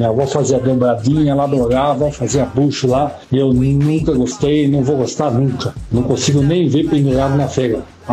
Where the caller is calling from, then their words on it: Santo André, São Paulo, Brazil; de Santo André.